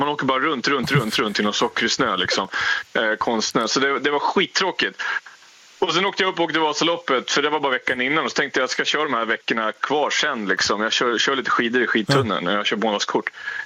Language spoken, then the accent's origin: Swedish; Norrland, Sweden; also born or lived in Gothenburg, Sweden; Så att jag har åkt skidor och jag kommer upp från Norrland. Så att jag är född på skidor.